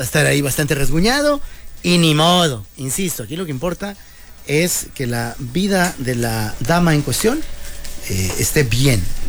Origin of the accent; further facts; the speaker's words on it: Mexico; estamos bien representados como mexicanos